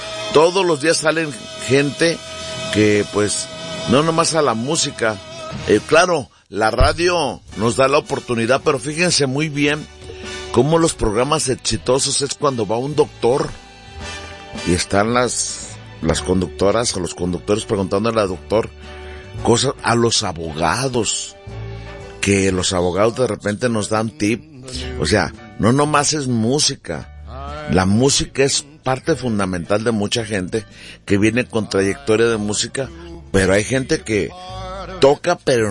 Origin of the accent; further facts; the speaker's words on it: Ocotlán, Jalisco, Mexico; soy de Ocotlán, y mando saludos a todos los Chávez de todo el mundo